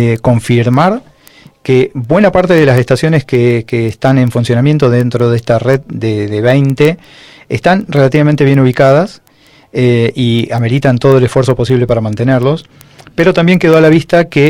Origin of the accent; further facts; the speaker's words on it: Argentina; Somos Argentina y eso significa que experimentamos vaivenes